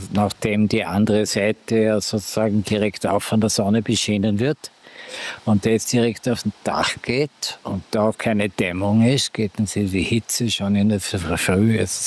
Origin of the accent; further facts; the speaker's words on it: Vorarlberg, Austria; Ich bin ja gebürtiger Schonsauser vom Vorarlberg. Da wäre ich auch gerne wieder zurückgezogen